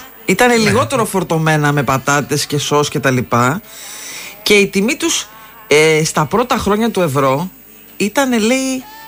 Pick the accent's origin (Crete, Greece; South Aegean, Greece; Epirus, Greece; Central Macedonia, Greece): Epirus, Greece; moved away; στην πατρίδα μου